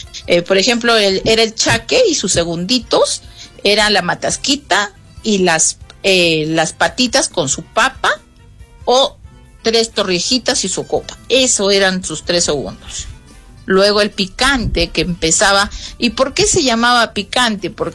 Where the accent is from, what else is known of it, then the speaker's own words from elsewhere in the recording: Arequipa, Peru; Nosotros acá en la Arequipeña, como arequipeños como grandes tradicionalistas y amantes de nuestra historia y tradición, la cebolla verde permanece en el uso diario de la cocina arequipeña.